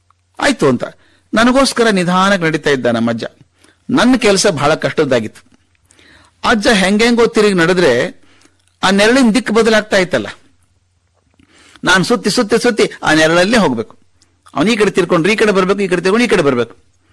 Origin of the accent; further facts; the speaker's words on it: Bagalkot, Karnataka, India; ಶಿಕ್ಷಣದ ತೊಂದರೆ ಆಗಬಾರದು ಅಂತ ನಾನು ನನ್ನ ಅಕ್ಕ ನಮ್ಮ ಅಜ್ಜಾಜಿ ಜೊತೆಗೆ ಬಾಗಲಕೋಟೆಯಲ್ಲಿ ಇದ್ವಿ. ಬಹಳಷ್ಟು ದಿವಸ ನನ್ನ ಅಜ್ಜನ ತೋಳಲ್ಲೇ ಬೆಳೆದದ್ದು ನಾನು.